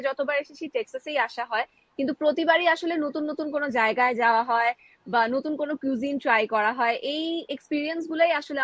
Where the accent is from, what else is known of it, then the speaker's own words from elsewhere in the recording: Dhaka, Dhaka Division, Bangladesh; also born or lived in Chittagong; তখন আমার আব্বু আম্মু, মানে আমি চিটং থেকে ঢাকায় মুভ করি 40 দিন বয়সে।